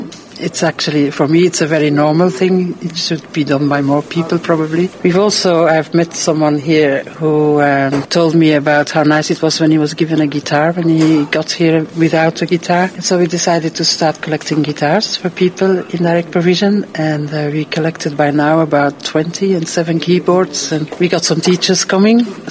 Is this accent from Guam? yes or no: no; Belgium; moved away as an adult; now in Ireland; I'm from Belgium. I've moved to Ireland in 1998.